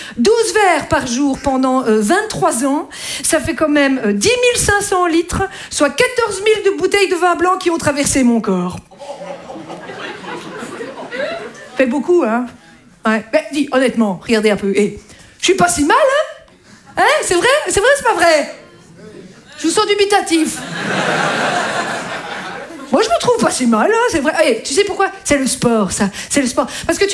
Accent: Belgium; Oui, je suis belge aussi. Ouais. Je sais, c'est pas facile. Oui, j'ai toujours eu le chic d'habiter dans ce pays magnifique

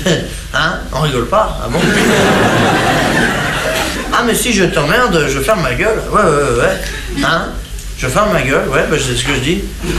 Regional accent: France

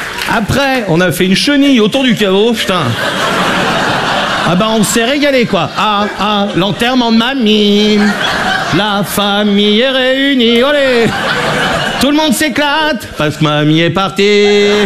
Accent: Brittany, France; je suis breton, j'ai 20 ans.

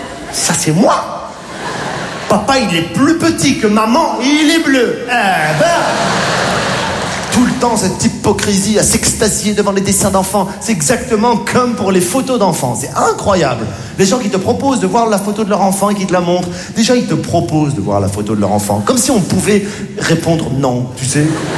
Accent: Morocco; born there; Je suis né au Maroc.

